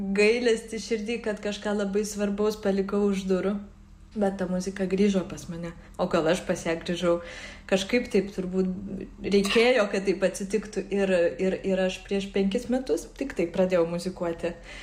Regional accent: Vilnius, Vilnius County, Lithuania; moved away as an adult; now in Copenhagen, Denmark; Tai va, aš esu iš Vilnius, o Kopenhagoje aš gyvenu jau 16 metų. Studijos mane ten nuvedė prieš 16 metų, visiškai ne muzikos studijas.

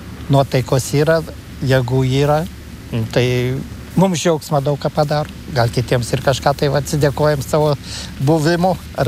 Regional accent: Samogitia, Lithuania; Anksčiau aš žemaitis, vo, nors žemaitišką ne visą gerą moku, bet retkarčias išeina.

